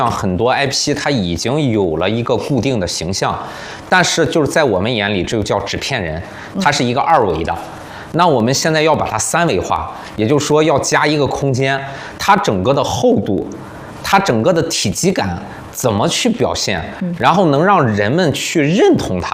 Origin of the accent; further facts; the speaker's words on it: China; 我来自中国